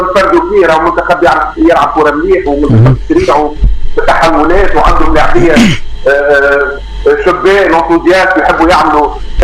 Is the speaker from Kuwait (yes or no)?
no; Tunisia; احنا كمنتخب تونسي،